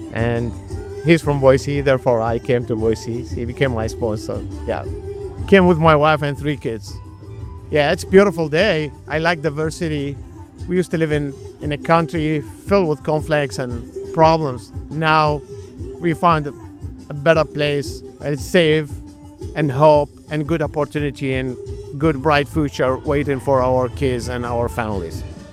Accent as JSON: {"language": "English", "town": "Baghdad", "region": "Baghdad Governorate", "country": "Iraq", "second_language": "English", "moved": "as an adult", "lives_now": "United States", "said": "I'm from Baghdad, Iraq. I moved to the United States 2017."}